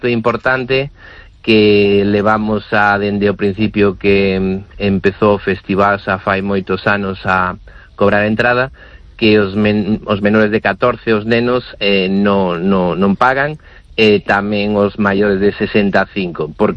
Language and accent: Galician; Zas, Galicia, Spain; Non temos que dicirle, mira, que somos de Zas, montamos un festival, no.